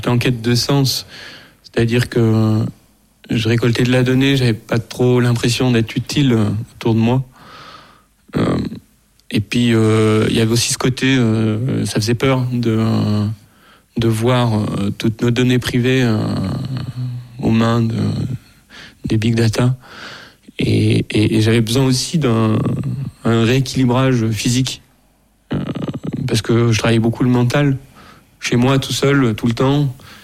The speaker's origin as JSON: {"language": "French", "region": "Auvergne-Rhône-Alpes", "country": "France", "tie": "born or raised there", "said": "Eh bien oui, j'ai grandi en Ardèche"}